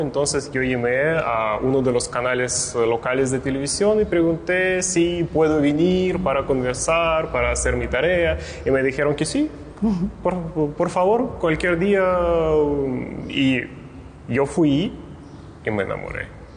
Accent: Rybinsk, Yaroslavl Oblast, Russia; mi amor por lo urbano nació en mi ciudad natal, en Rybinsk, porque igual tiene un casco histórico que es como una pequeña perla, una joya.

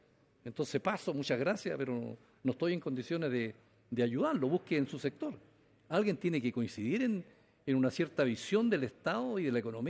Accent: Chile; en Chile muchas veces hay un cierto orgullo malentendido de pensar que somos grandes, que somos los ingleses de América.

